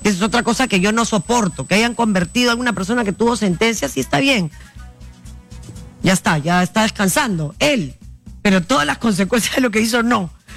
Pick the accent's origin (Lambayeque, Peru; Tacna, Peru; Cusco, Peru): Tacna, Peru; Y la segunda mayor votación ha sido en Tacna, mi tierra también, muchas gracias.